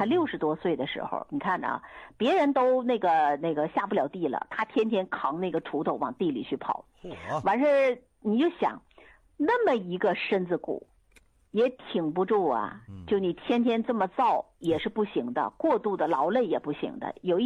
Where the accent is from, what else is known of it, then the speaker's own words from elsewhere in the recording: Northeast China, China; moved away; 我过去东北农村，我老家那边